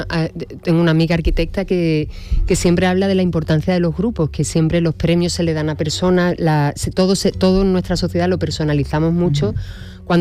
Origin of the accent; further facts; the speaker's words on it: Huelva, Andalusia, Spain; Y yo soy onubense también, así es que era cerrar un círculo interesante, sí.